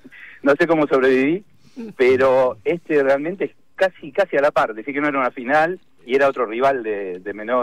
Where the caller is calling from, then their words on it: Buenos Aires, Argentina; Yo vivo en Puerto Madero.